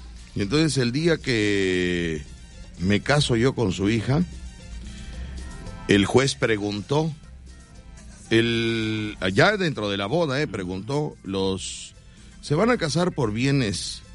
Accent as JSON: {"language": "Spanish", "town": "Vega de Alatorre", "region": "Veracruz", "country": "Mexico", "said": "el día que yo cumplía 18... ese día me estaba casando en mi tierra querida, Vega de la Torre."}